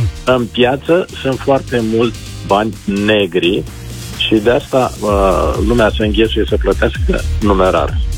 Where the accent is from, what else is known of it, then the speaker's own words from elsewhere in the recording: Constanța, Constanța County, Romania; sunt din Constanța.